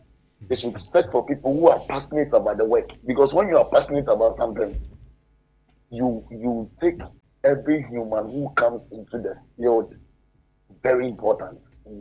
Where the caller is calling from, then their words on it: Kumasi, Ashanti, Ghana; I'm calling from Atonsu.